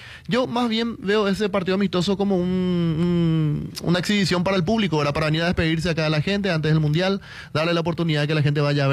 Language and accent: Spanish; Paraguay